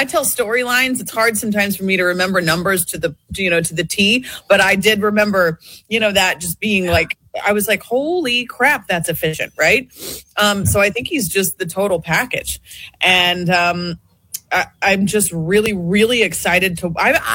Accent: Midwest, United States; I'm probably a little biased just because I grew up in the Midwest.

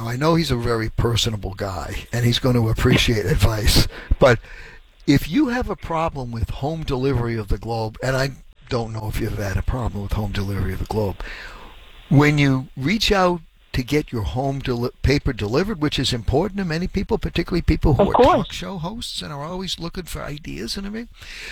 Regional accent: Boston, Massachusetts, United States; I grew up in Hyde Park, okay?

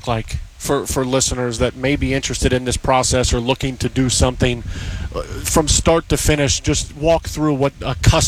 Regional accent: Cincinnati, Ohio, United States; Growing up in Cincinnati

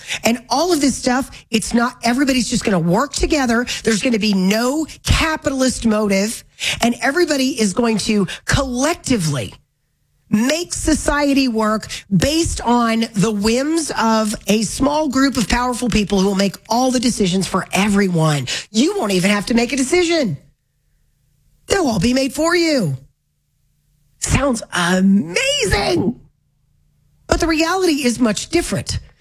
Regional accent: United States; And maybe it's just because I am a hardwired American.

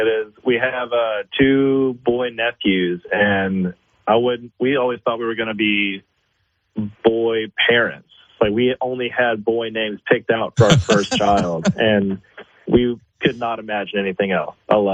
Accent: Texas, United States; growing up in Texas, college football is the big deal because you have to make a choice at some point in your life as a young man whether you're an A&M or UT fan

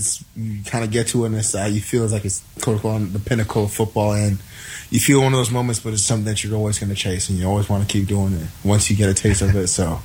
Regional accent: Minnesota, United States; obviously, being from Minnesota, my hometown, you know, I wanted to go back and give them a chance to see that it is possible. A kid from Minnesota made his dreams come true and made it to the NFL.

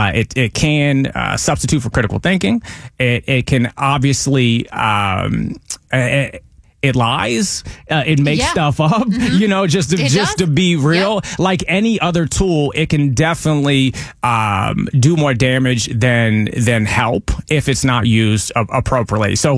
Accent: Pinellas County, Florida, United States; born and raised in Pinellas County

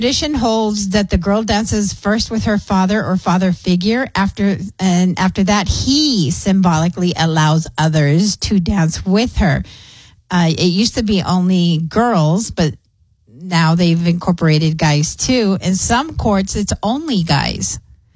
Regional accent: El Paso, Texas, United States; So I was born and raised here in El Paso.

